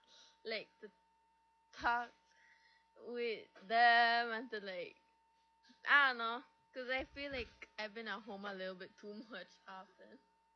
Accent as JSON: {"language": "English", "country": "Curaçao", "moved": "yes", "said": "I'm from Curazao. And when, like, I talk Spanish with my friends, they tell me, your Spanish is weird."}